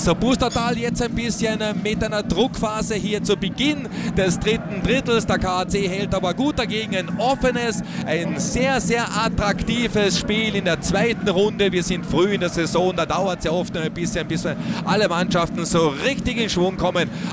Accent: Austria; Jakob würde es bei uns in Österreich heißen.

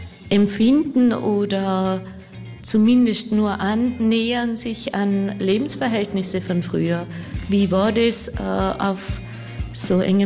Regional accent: Tyrol, Austria; now in Carinthia, Austria; Ich komme aus dem Ötztal, das ist natürlich ein enges Tal, da haben wir eine höhere Besiedlung.

